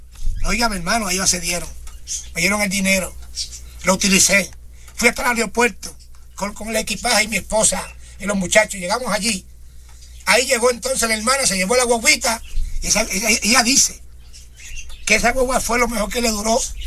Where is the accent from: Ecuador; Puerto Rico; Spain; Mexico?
Puerto Rico; moved away; Yo no tenía seguro aquí, yo soy de Puerto Rico, vivía allá.